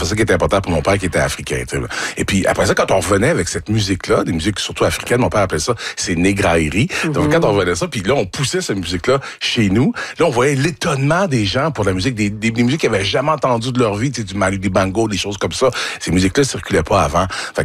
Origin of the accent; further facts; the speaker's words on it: Sainte-Thècle, Quebec, Canada; Moi, j'étais à Sainte-Thèque dans un petit village de 3000 habitants.